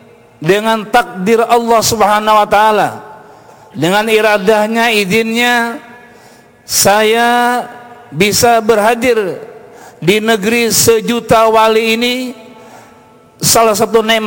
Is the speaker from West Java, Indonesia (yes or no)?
no; Central Kalimantan, Indonesia; Yaitu daerah Pulau Kalimantan, yakni Kalimantan Tengah.